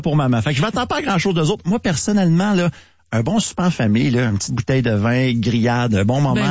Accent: Canada; du côté de Toronto chez nous au Canada.

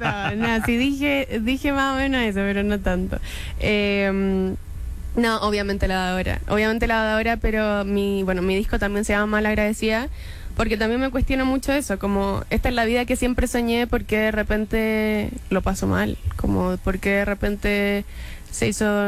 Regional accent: Chile

